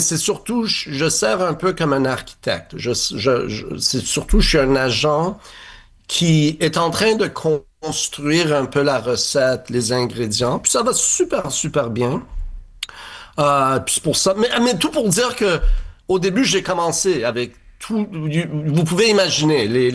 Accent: Montreal, Quebec, Canada; je suis Montréalais, je suis Québécois, je suis ici, je suis bilingue

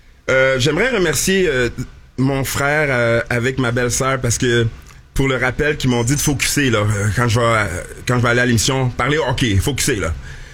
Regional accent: Haiti; je suis haïtien, pure laine

